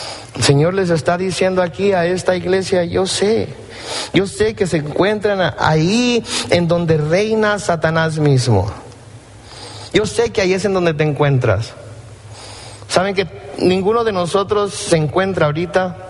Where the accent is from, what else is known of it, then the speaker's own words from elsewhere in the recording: Compton, California, United States; moved away; yo crecí en la ciudad de Campton. Y cuando yo crecí en Campton era una ciudad muy tranquila.